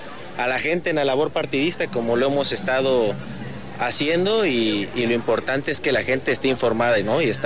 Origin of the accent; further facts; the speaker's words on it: Tabasco, Mexico; yo soy del municipio de Centra